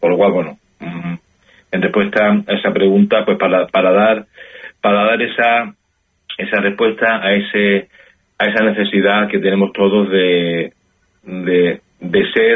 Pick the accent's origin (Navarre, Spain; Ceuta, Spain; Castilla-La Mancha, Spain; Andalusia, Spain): Ceuta, Spain; textos sobre temáticas que nos afectan directamente a los que somos de Ceuta, como el tema de la inmigración